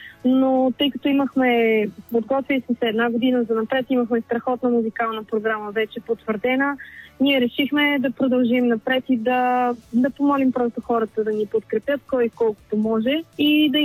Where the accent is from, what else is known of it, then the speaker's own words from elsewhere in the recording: Sofia, Sofia City, Bulgaria; Ние сме от City Slam World, аз съм от София, съпруга ми от Сейнт Луис, Америка.